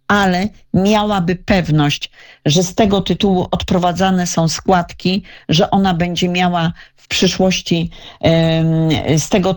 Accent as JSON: {"language": "Polish", "town": "Radom", "region": "Masovian Voivodeship", "country": "Poland"}